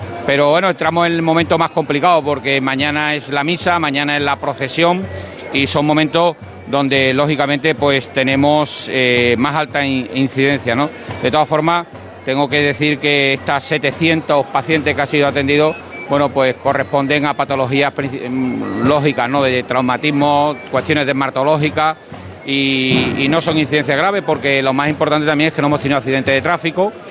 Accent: Jerez de la Frontera, Andalusia, Spain; Bueno, claro, yo soy hermano de Jerez, soy jerezano.

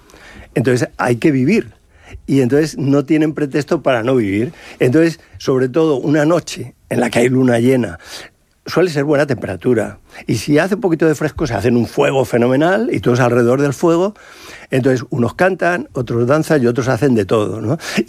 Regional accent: Madrid, Community of Madrid, Spain; Y luego, fíjate, yo soy madrileño

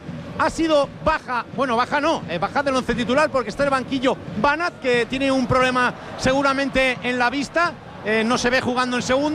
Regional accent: Castelldefels, Catalonia, Spain; En mi pueblo habían argentinos a punta pala. Estaba la cosa dividida, ¿eh?

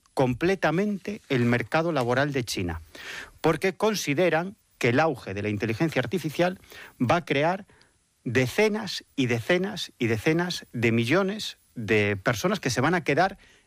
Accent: Galicia, Spain

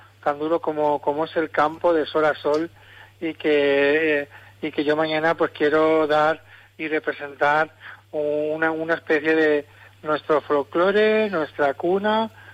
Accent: Tomelloso, Castilla-La Mancha, Spain; representar a mi pueblo, a Tomelloso

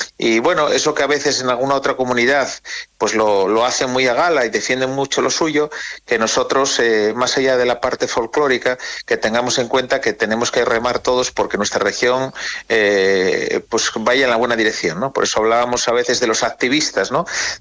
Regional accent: Asturias, Spain; yo soy de un pueblo muy pequeño que se llama Priandi

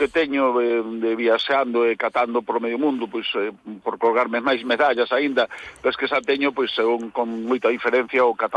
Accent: Galicia, Spain; pola miña sangre fluye sangre galega, son galego, penso, ainda que penso en castelán, falo en castelán, me teño que traducir, pero meu pensamento de galego é son galego

